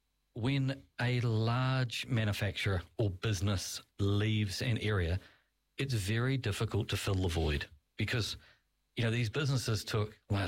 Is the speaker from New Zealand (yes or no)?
yes; Clive, Hawke's Bay, New Zealand; I mean, as a child, I was born in Clive, Whakatū. I grew up at a place called the Prickle Patch, which is on the corner heading to Clive.